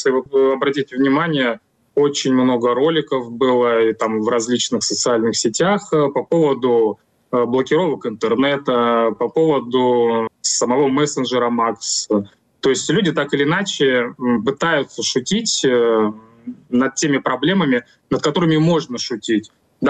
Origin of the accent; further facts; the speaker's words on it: Russia; moved away as an adult; я сам россиянин, и я до 25 года жил в России.